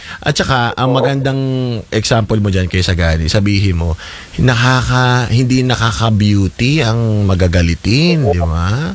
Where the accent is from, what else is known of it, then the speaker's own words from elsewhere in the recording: Quezon, Calabarzon, Philippines; Ang tawag sa amin sa Quezon diyan, hamuhamo